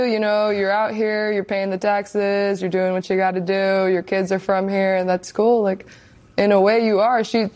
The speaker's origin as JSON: {"language": "English", "town": "Flushing", "region": "New York", "country": "United States", "tie": "born there", "said": "I'm a real New Yorker. I'm from here. I was born in Flushing. I think that's what makes you a New Yorker."}